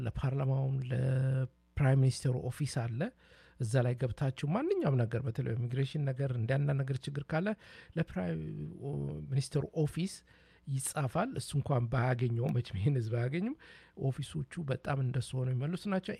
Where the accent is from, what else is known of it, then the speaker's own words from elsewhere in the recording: Dire Dawa, Ethiopia; እኔ ድሬዳዋ ውስጥ ተወልጄ ያደግኩ ነኝ።